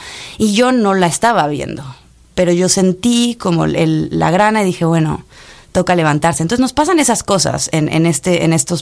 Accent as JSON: {"language": "Spanish", "region": "Salta", "country": "Argentina", "said": "Ay, mira, yo aquí traje tierra de Salta, de mi tierra. Una tierra roja maravillosa, que es una provincia argentina."}